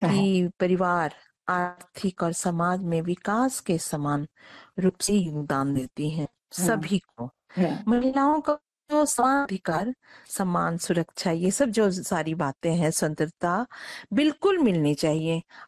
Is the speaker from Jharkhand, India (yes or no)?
yes; Chandrapura, Jharkhand, India; moved away as an adult; now in Ranchi, India; मैं चंद्रपुरा बोकारो से हूँ